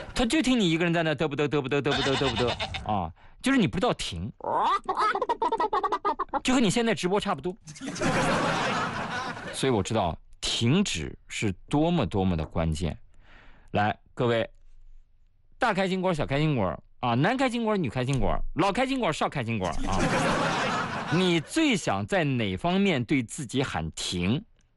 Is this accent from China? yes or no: yes; China; 我们中国人讲究的是知止